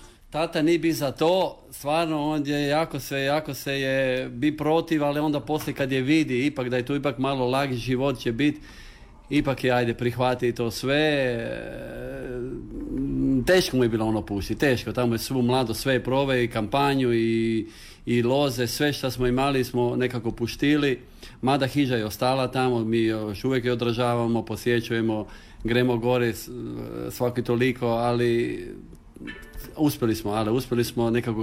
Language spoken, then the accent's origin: Croatian; Petrovija, Istria County, Croatia; born there; also born or lived in Kaldir; rođen sam u Kaldiru i tamo su moji korijeni, sva moja familija, u selu Prodani. A onda smo, kad sam ima 2 leta, onda smo se preselili tu u Mah, u mjesto Petrovja, tu smo došli.